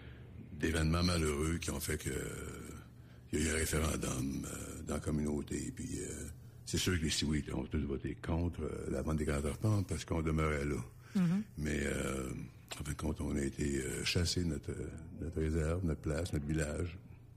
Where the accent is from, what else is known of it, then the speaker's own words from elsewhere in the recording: Wendake, Quebec, Canada; Je suis né à Wendake, plus sur l'ancienne réserve des 40 arpents à Castorville. Ouais. Mais j'ai toujours demeuré à Wendake. Oui, forcément ma jeunesse, mon enfance ici, puis entre les deux communautés, les 40 arpents puis Wendake.